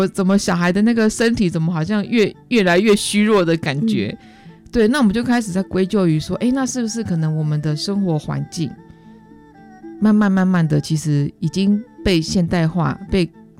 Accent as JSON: {"language": "Chinese", "country": "Taiwan"}